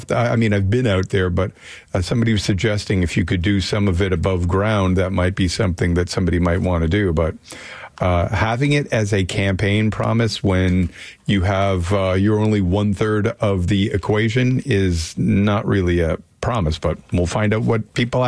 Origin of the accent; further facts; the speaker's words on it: Markham, Ontario, Canada; I grew up in Markham, but when they decided to extend the Yonge Line into the 905